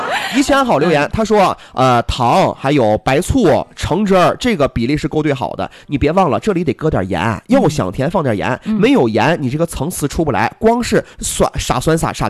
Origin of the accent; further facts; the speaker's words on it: Northeast China, China; 咱们东北人